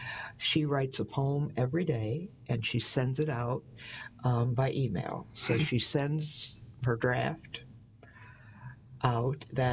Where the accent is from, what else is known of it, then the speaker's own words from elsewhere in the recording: Michigan, United States; also born or lived in New Jersey, United States; I've only lived here for 11 years in the Plymouth area. I grew up in Michigan, and then I lived in New Jersey for many